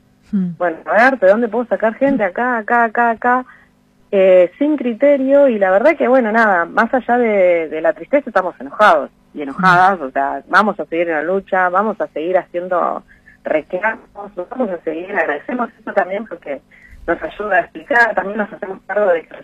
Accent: Bariloche, Río Negro, Argentina; yo soy de Bariloche, me fui a estudiar. En esa época no había universidades acá en Bariloche con carrera completa

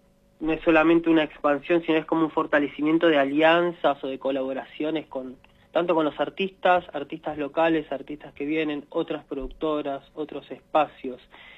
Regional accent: Buenos Aires, Argentina; moved away; Yo soy de Buenos Aires

